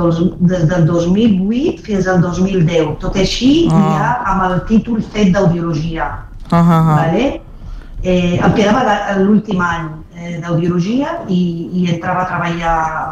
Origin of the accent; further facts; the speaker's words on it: Morocco; first language ar; Catalan is a second language; moved away; Sí, parlo... Bueno, he vingut del Marroc parlant àrab i francès, perquè estudien tota la vida en francès, bilingüe.